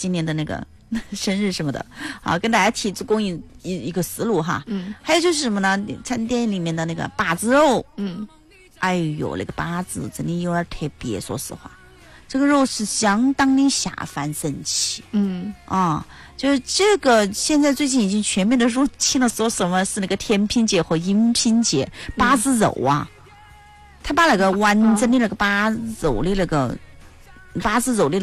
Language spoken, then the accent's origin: Chinese; Chongqing, China; 就像我们重庆人以前问候也是吃饭了没有哦，